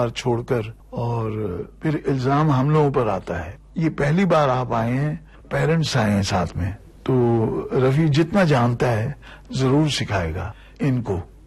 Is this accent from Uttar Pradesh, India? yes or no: no; Amritsar, Punjab, India; मैंने कहा जी मैं पंजाब से हूँ। अरे बोले पंजाब से कहाँ से। मैं कहा जी मैं अमृतसर से हूँ।